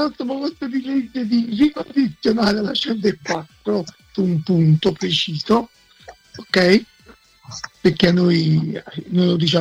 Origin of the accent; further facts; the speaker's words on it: Portici, Campania, Italy; e mi ricordavo un tavolo tondo che avevo quando ero piccolo, che abitavamo a Portici.